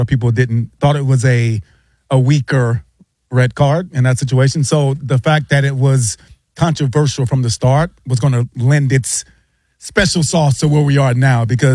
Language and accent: English; United States; you know, being an American, we probably feel that and take that stance.